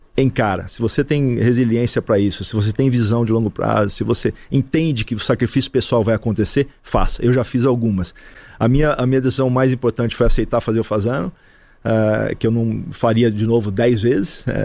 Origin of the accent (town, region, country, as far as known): Brazil; now in abroad